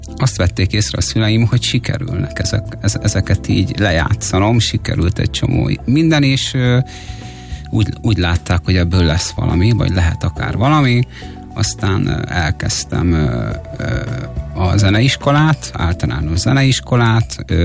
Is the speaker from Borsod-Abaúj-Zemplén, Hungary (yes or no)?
no; Endrefalva, Nógrád, Hungary; also born or lived in Salgótarján; Én Salgótarjánban születtem. Salgótarján mellett nevelkedtem egyébként Endrefalván.